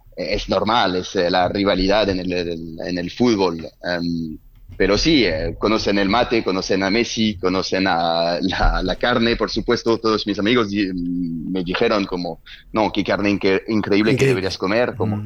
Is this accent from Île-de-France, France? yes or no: no; Lyon, Auvergne-Rhône-Alpes, France; Spanish is a second language; No, de Lyon.